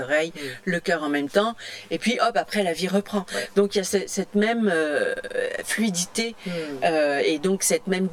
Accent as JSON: {"language": "French", "area": "Bellechasse", "region": "Quebec", "country": "Canada", "moved": "yes", "said": "ben, moi, je suis de Bellechasse."}